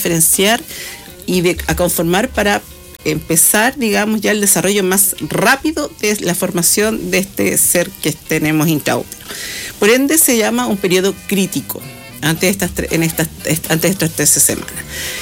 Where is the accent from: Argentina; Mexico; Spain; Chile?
Chile; nosotros como chilenos